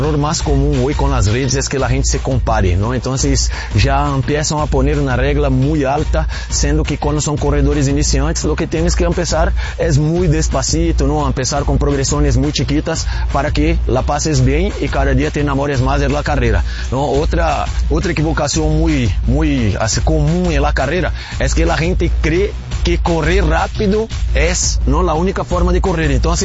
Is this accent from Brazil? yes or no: yes; Brazil; Spanish is a second language; now in Mexico; Yo soy brasileño, como escucharon, llevo 20 años en México.